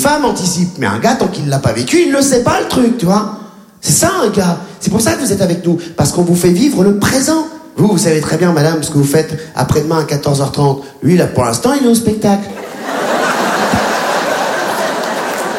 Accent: Réunion; born or raised there

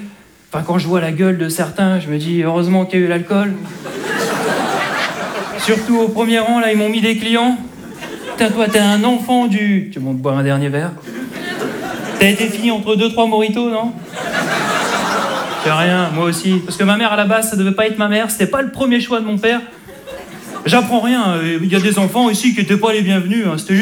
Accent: Hauts-de-France, France; je suis un ch'ti.

